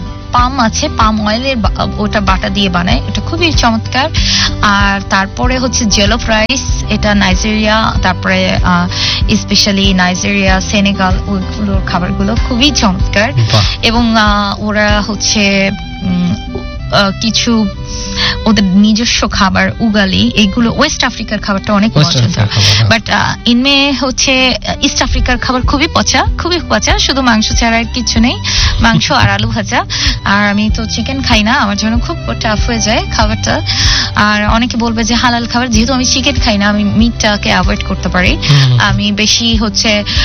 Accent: Noakhali, Chittagong Division, Bangladesh; also born or lived in Khulna; আমরা নোয়াখালীরা যেখানে যাই না কেন সেখানেই বন্ধুত্ব পাই ফেলি

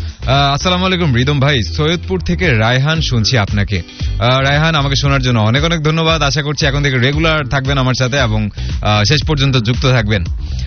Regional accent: Bangladesh; আমরা বাংলাদেশি যারা আছি

